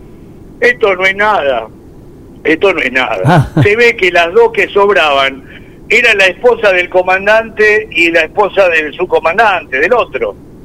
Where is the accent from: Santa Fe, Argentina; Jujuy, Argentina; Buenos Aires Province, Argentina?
Buenos Aires Province, Argentina; Villa Ballester; de mi pueblo, de Villa Ballester